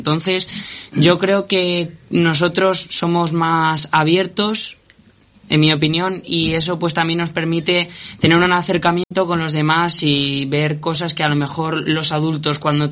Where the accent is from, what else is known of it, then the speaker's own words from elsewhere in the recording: Castilla-La Mancha, Spain; somos gente de La Mancha, que venimos de fuera